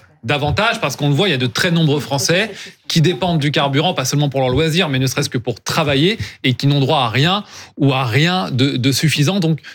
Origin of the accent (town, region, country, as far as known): France